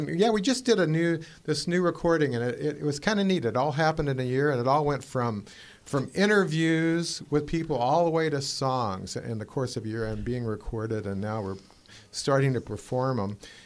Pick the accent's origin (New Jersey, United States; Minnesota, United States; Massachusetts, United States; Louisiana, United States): Minnesota, United States; And this lady, you know, we're from Minnesota, so we're nice.